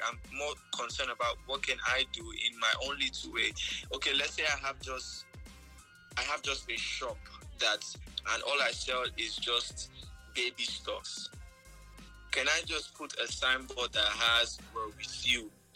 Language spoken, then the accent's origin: English; Asaba, Delta, Nigeria; born there; also born or lived in Benin City / Ibadan; because I'm from Ibadan, but I was born in Benin City. I lived most of my life in Asaba. My Yoruba don't even hit as much. But before even being a Yoruba man, I'm a Nigerian. Before being a Nigerian, I'm an African.